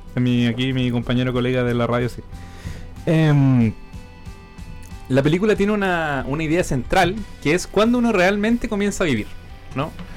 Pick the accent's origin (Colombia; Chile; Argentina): Chile